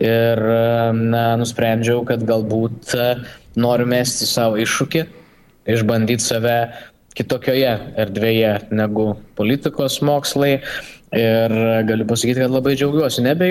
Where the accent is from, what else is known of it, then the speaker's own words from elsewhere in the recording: Vilnius, Vilnius County, Lithuania; Aš vilnietis esu